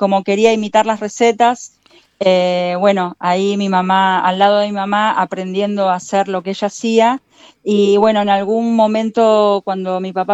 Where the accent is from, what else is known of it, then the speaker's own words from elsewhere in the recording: Buenos Aires, Argentina; Yo nací en Belgrano, a una cuadra de la estación Belgrano R, en Sapiola y Juramento.